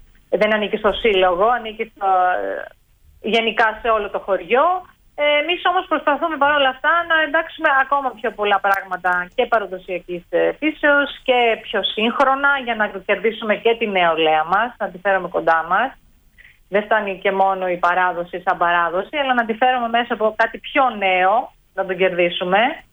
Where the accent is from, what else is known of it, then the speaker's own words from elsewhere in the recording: Pinakates, Thessaly, Greece; moved away as an adult; now in Milies, Greece; Εγώ είμαι μόνιμη κάτοικος. Εγώ είμαι ερωτική μετανάστη στις μηλιές. Η καταγωγή μου είναι από τις Πινακάτες